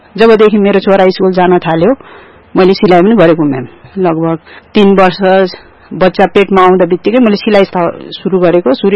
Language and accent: Nepali; Himachal Pradesh, India; also born or lived in Madi Rural Municipality, Nepal; now in Ghorahi, Nepal; मेरो जन्म चाहिँ इन्डियामा भयो, हिमाचलमा। म हुर्किने बढ्ने उतै इन्डियातिर भयो। त्यसपछि म 56 सालमा नेपाल आएको, 56 सालमा नेपाल आएर 2 वर्ष चाहिँ म आफ्नो माडी गाउँपालिका घरती गाउँ पर्छ अहिले, त्यही बस्यो 2 वर्ष जति।